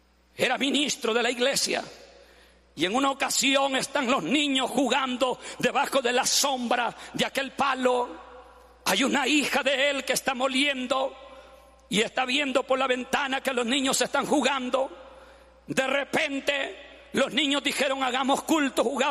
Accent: El Piche, El Salvador; Yo recuerdo en el cantón donde yo nací y crecí, el Piche, allí había uno de los primeros ministros de la iglesia

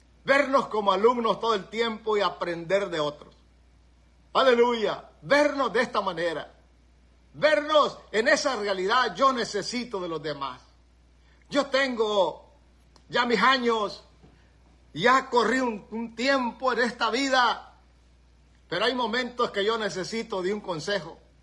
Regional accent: El Salvador; moved away as an adult

